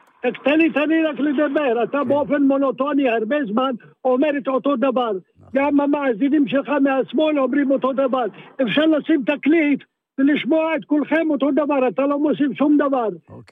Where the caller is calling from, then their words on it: Northern Israel, Israel; אתה מדבר עם